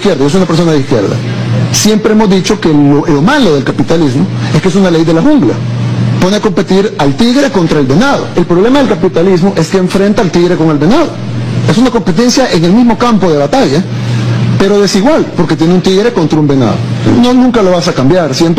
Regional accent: El Salvador

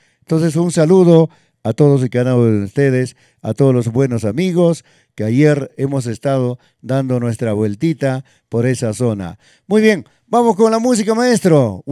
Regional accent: Ancash, Peru; De Paquisca, en mi tierra, pues no, Paquisca, del centro poblado de Coyur.

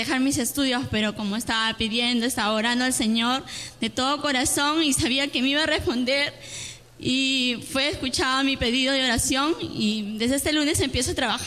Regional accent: Chilca, Lima, Peru; yo vengo de Chilca.

